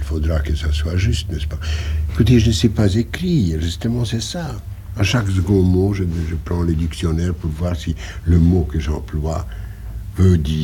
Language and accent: French; Poland; French is a second language; now in United States; Je suis polonais